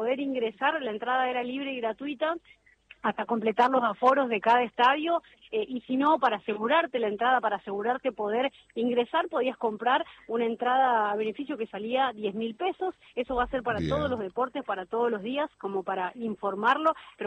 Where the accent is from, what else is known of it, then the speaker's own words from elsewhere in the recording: Santa Fe, Argentina; como santafesinos también estamos muy contentos